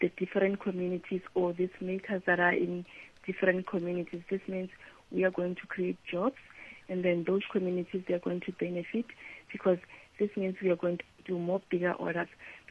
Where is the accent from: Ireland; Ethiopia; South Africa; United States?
South Africa; Actually, you want to tell the local story as South African.